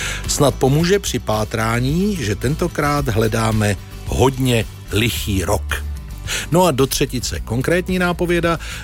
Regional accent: Plzeň, Plzeň Region, Czechia; Dost často jsem v tom roce pobýval na plzeňském náměstí Míru. Znalci mého rodného města vědí, že to je náměstí, na kterém se vyskytuje plzeňské rozhlasové studio

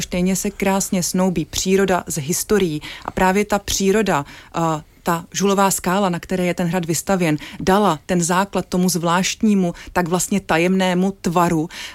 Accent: Plzeň, Plzeň Region, Czechia; moved away as an adult; also born or lived in Prague; pocházím z Plzně, což je samozřejmě poměrně velké město, a pak jsme studovali v Praze

